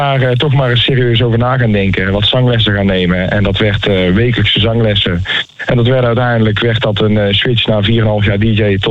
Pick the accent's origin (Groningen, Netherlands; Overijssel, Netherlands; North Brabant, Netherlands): North Brabant, Netherlands